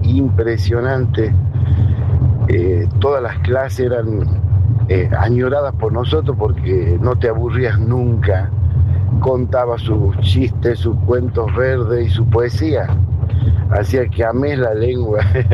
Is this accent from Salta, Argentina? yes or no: yes; Salta, Argentina; moved away as an adult; now in Corrientes, Argentina; soy salteño, vivo hace 25 años acá en Corrientes.